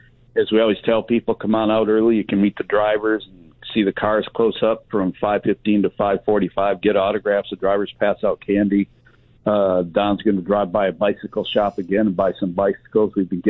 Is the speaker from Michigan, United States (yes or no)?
yes; Michigan, United States; moved away; The racetrack I grew up at in Michigan